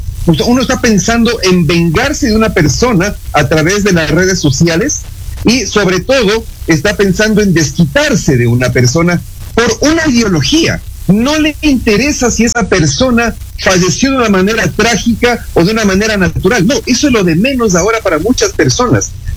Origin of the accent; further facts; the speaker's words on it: Ecuador; como ecuatorianos en beneficio de nuestro país